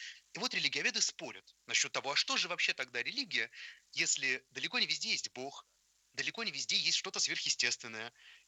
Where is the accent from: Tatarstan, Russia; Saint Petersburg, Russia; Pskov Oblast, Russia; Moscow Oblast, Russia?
Saint Petersburg, Russia; Ну, я из Петербурга